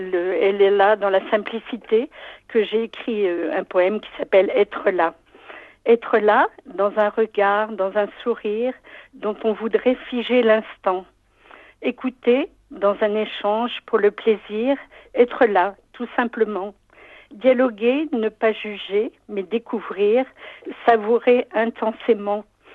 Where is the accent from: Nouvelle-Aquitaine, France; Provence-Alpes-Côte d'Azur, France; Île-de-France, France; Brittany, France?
Île-de-France, France; Versailles; je raconte toute mon enfance à Versailles